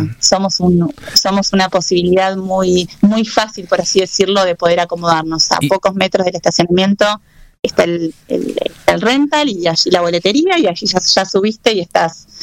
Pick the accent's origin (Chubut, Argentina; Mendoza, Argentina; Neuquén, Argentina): Chubut, Argentina; Esquel; Bueno, yo nací y crecí en Esquel